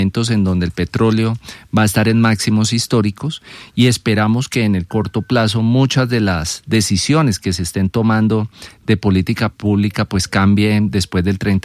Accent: Colombia

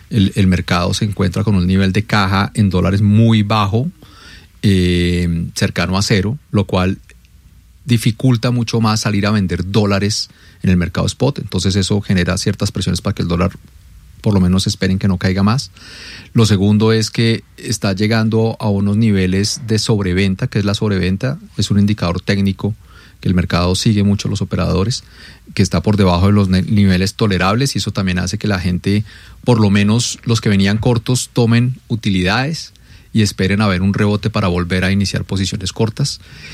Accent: Colombia; nosotros deberíamos como colombianos

